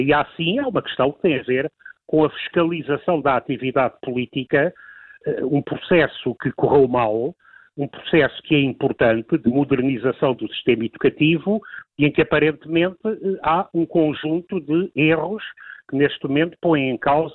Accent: Portugal; preocupa-me enquanto português.

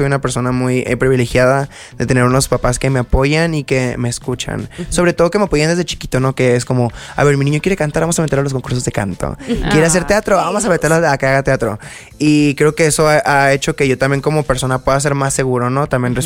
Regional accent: Mexicali, Baja California, Mexico; moved away; yo viniendo desde mi tierrita Mexicali

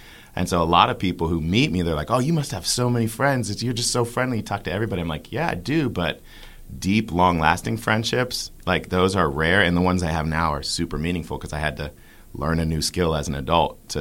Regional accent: Columbus, Ohio, United States; born there; also born or lived in Alabama / Georgia / England / Virginia; My dad was in the Air Force, so I was born in Columbus, Ohio. We moved to Alabama, Georgia, England, Virginia.

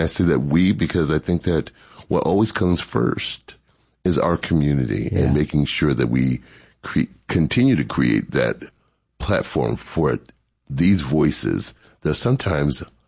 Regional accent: Connecticut, United States; now in Chattanooga, United States; I'm originally from Connecticut. Mm-hmm. I'm a northern.

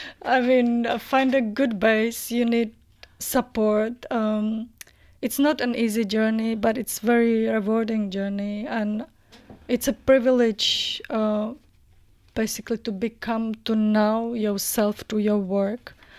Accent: Moravia, Czechia; born there; English is a second language; It's I was born in Moravia, which is part of the Czech Republic, or the former Czechoslovakia, as some might remember.

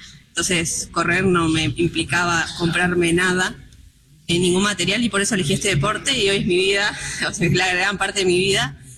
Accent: Mar del Plata, Buenos Aires Province, Argentina; Vivirlo acá en mi país, yo soy de Mar del Plata.

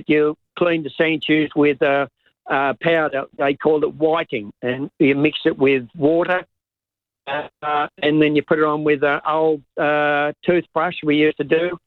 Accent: Sydney, New South Wales, Australia; born there; I'm now in the Bankstown area

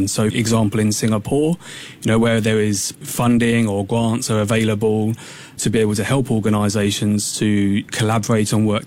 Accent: England, United Kingdom; accent: English

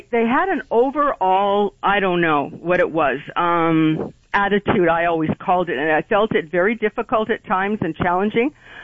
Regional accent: Toronto, Ontario, Canada; moved away as an adult; Yes, I grew up in Toronto and lived there all my life till we came here in 91.

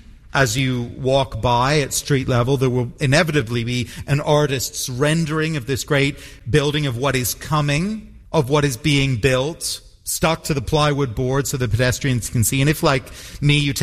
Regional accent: Toronto, Ontario, Canada; born or raised there

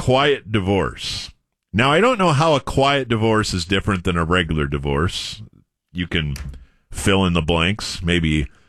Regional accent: Watertown, Wisconsin, United States; I was born in Watertown. Nobody knows where Watertown, Wisconsin is. That's not a place where people are from, but I'm from there.

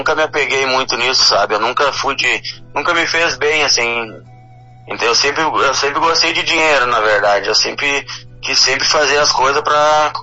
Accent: Rio Grande do Sul, Brazil; Sim, uh-huh. Eu sou do Rio Grande do Sul, uh-huh.

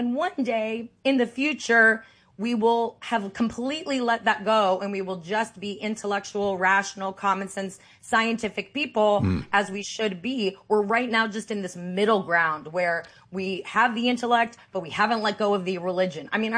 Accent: Santa Monica, California, United States; I went back to the same synagogue where I grew up in Santa Monica.

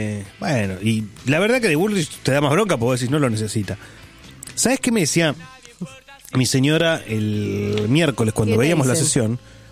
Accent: La Matanza, Buenos Aires Province, Argentina; now in Boulogne, Argentina; Sí, claro. Tengo tatuado el mapa de la Matanza.

